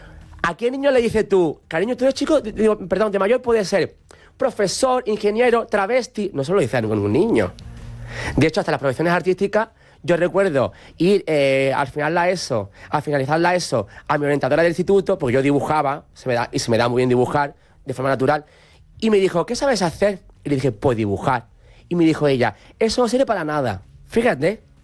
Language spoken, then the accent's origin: Spanish; Andalusia, Spain; No me gusta, siendo andaluz no me gusta.